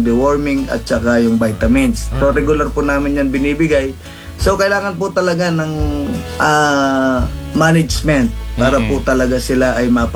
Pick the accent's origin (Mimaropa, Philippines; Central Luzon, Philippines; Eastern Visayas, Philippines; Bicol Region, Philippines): Central Luzon, Philippines; Cabiao; Actually, sir, ang hometown ko is Cabiao. Pero ang aking farm po sa kasalukuyan ay nandito po sa Bacolor, Pampanga.